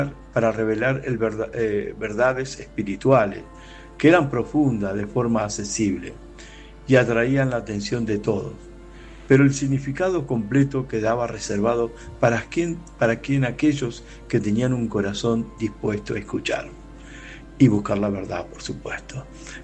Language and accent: Spanish; Argentina; soy de Argentina